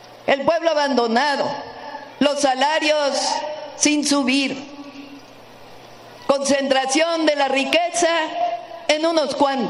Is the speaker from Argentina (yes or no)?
no; Mexico